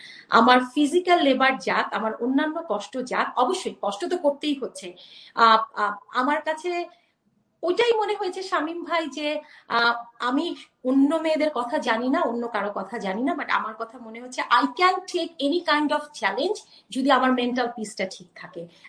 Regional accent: Bangladesh

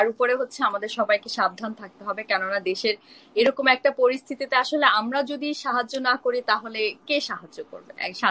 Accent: Bangladesh; moved away; আমার ছোটবেলা থেকে আমি যখন বাংলাদেশে ছিলাম, বড় হয়েছি

